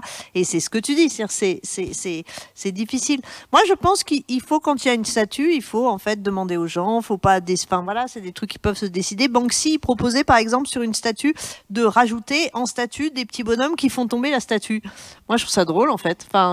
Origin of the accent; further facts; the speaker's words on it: France; Moi, ok, je suis française, mais enfin, je suis femme aussi, je suis prof.